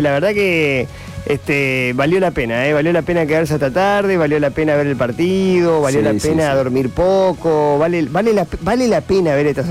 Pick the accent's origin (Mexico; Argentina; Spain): Argentina; Nunca, creo que nunca vamos a poder ser conscientes de lo afortunados que somos los argentinos.